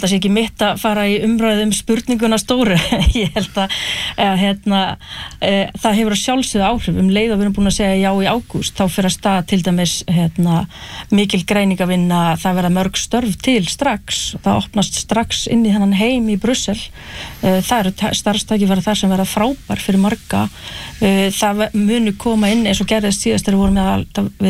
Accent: Hrísey, Northeastern Region, Iceland; ég bara ólst upp í Hrísu og horfði á sjávarútveginn þar hrynja.

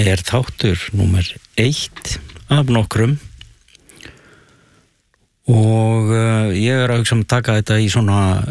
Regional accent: Helsinki, Uusimaa, Finland; Ég fæddur í Finnlandi og er svona kaldastríðsbarn.

